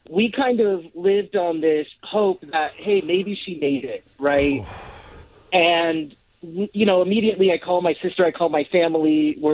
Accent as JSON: {"language": "English", "town": "Tustin", "region": "California", "country": "United States", "tie": "born or raised there", "said": "we grew up in Orange County and Tustin"}